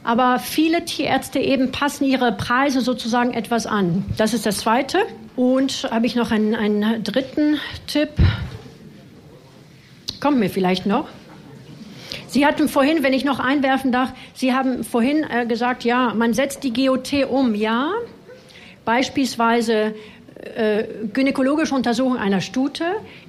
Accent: France; Aber das Gehalt, ich bin Französin

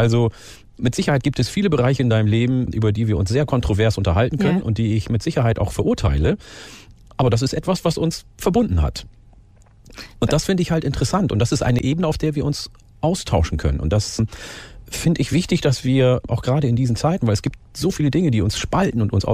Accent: Ganderkesee, Lower Saxony, Germany; Ich bin ja in Falkenburg aufgewachsen, in der Gemeinde Ganderkesee. Und dort war ich im Plattdeutschen Kinderchor.

